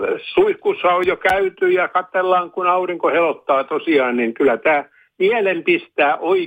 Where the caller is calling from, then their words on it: Orivesi, Pirkanmaa, Finland; tuonne Oriveden Hirsilään, mistä minä olen lähtöisin